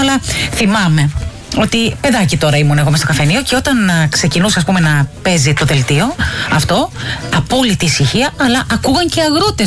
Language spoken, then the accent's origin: Greek; Mytilene, North Aegean, Greece; Εγώ θυμάμαι που γεννήθηκα και μεγάλωσα στη Μυτιλήνη, είχαμε και καφενείο.